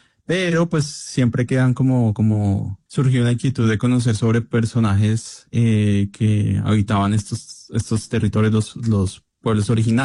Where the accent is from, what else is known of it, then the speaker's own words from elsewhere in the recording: Bogotá, Colombia; O sea, yo pues soy bogotano y caminaba por las calles y siempre me preguntaba cómo había sido este territorio hace 600 años.